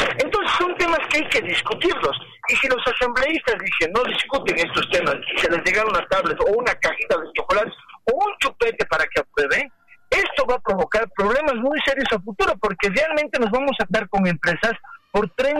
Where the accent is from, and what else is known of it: Bolivia